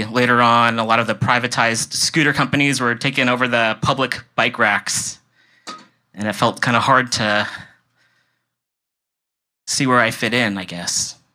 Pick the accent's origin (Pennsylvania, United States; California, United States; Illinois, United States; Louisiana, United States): California, United States; East Bay; moved away as an adult; also born or lived in New York City; So I grew up in the East Bay, and I grew up riding BART and AC Transit.